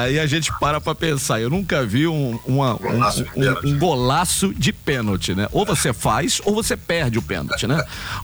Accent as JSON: {"language": "Portuguese", "country": "Brazil", "said": "Nós somos brasileiros"}